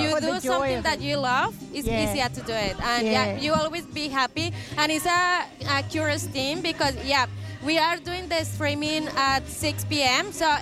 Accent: Colombia; English is a second language; moved away; most of us, we are from Colombia. We have one Brazilian girl.

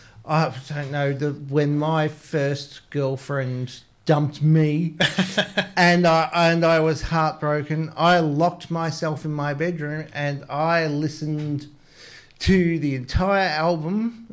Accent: Australia; moved away; I grew up in the Mallee, moved away, came back to the Mallee for about 7 years before we moved up here.

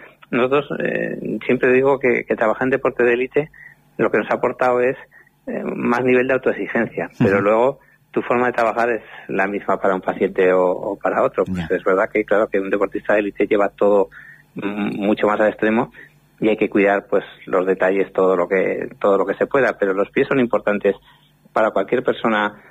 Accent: Huesca, Aragon, Spain; yo soy de Huesca, o sea que somos vecinos

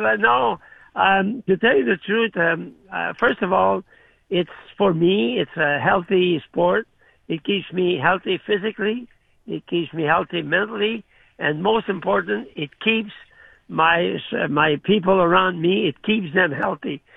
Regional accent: Canada; But we were 1 and 2 on the podium as Canadian.

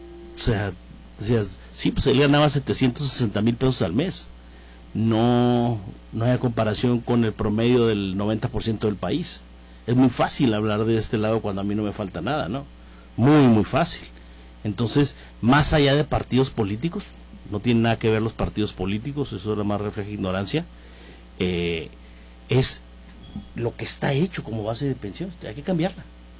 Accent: Mexico

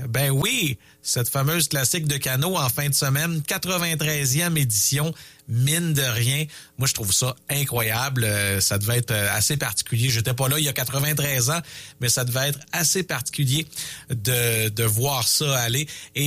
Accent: Quebec, Canada; chez nous, en Haute-Mauricie et en Mauricie

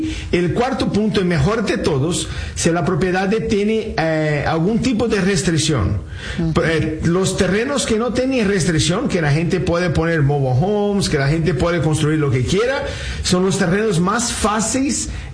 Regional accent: Brazil; now in United States; Sí, yo soy de Brasil. Llegué a Estados Unidos en 1998 con $100 en el bolsillo y alguien me regaló los boletos, ¿ok? Y aunque yo sea brasileño, mi vida no era un carnaval.

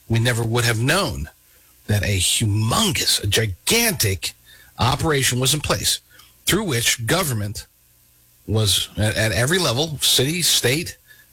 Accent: United States; We are American citizens.

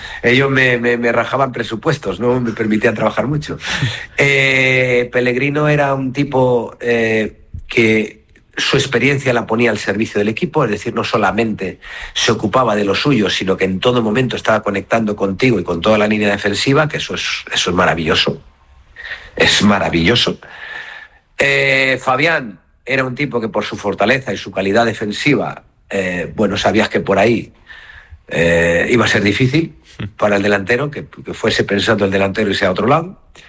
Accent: Puertollano, Castilla-La Mancha, Spain; Yo soy de Puerto Llano y mi ilusión me hubiera gustado jugar en el Calvo Sotelo de Puerto Llano, ¿no?

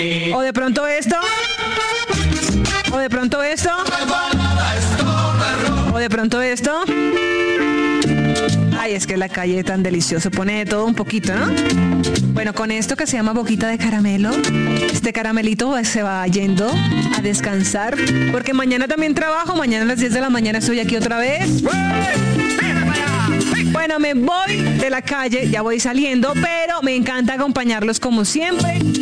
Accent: Barranquilla, Atlántico, Colombia; born there; debería sonar eso en la calle todo international, ¿no? Pero como yo nací en Barranquilla

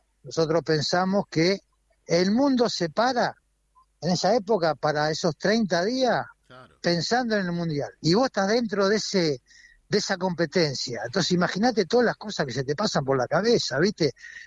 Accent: Argentina; No, y a lo mejor que nos puede haber pasado como argentino, ¿entendés?

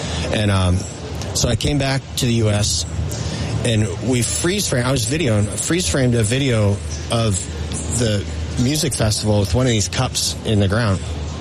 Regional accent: Wisconsin, United States; I'm from Wisconsin, and these savages murdered an entire herd of dairy cattle just to kill them.

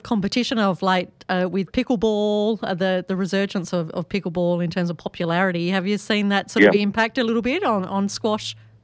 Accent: Perth, Western Australia, Australia; moved away; how the tournament goes over there in Perth, in my hometown.

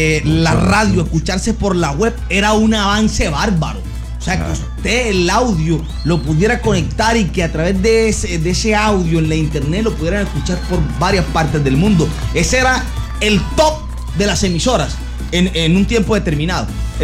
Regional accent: Montería, Córdoba, Colombia; No, yo soy de Montería.

